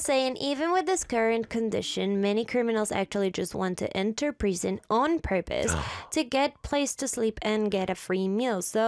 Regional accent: Spain; I am from Spain.

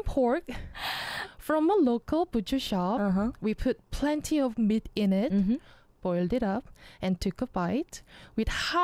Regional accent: Jeju, South Korea; moved away as an adult; also born or lived in Seoul; I need to go back to my hometown Jeju right now

